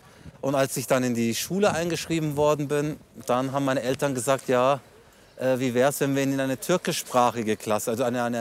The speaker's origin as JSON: {"language": "German", "town": "Munich", "region": "Bavaria", "country": "Germany", "tie": "born or raised there", "said": "okay, ich bin Münchner, das ist hier mein Zuhause, ich bin hier geboren"}